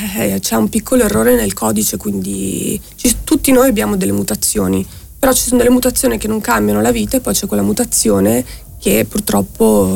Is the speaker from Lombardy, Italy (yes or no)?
yes; Mapello, Lombardy, Italy; Noi siamo di Mapello.